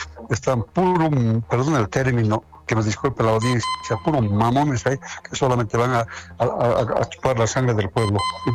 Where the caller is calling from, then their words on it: Sopocachi, La Paz, Bolivia; Yo llamo de Sucupachis